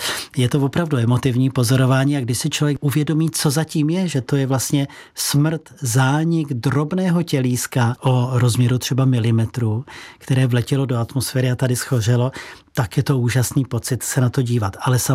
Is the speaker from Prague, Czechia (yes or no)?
yes; Prague, Czechia; born there